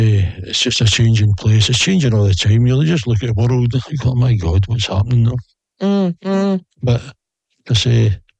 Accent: Scotland, United Kingdom; And although I'm not into politics or anything like that, I'm Scottish. Although my dad was Irish, you know, he came from Sligo.

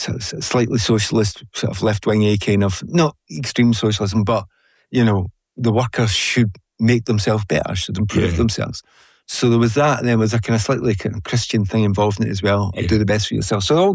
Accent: Glasgow, Scotland, United Kingdom; also born or lived in Balornock; I was brought up in East End of Glasgow in Easterhouse.

